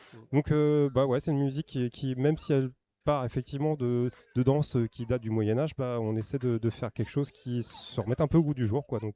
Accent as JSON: {"language": "French", "town": "Rouen", "region": "Normandy", "country": "France", "said": "parce qu'on est de Rouen, rive gauche pour la plupart, donc quartier Jardin des Plantes."}